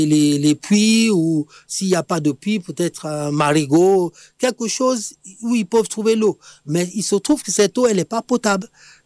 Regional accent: Nigeria; now in Prades-le-Lez, France; Et moi, je suis originaire du Nigeria.

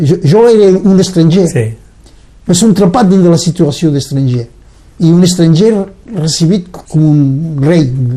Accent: Catalonia, Spain; Jo soc un català, ella el català, mai tenim pas africans dins de la família.

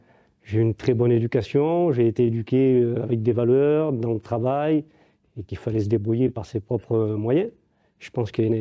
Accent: Perpignan, Occitanie, France; je suis de Perpignan, je suis marié.

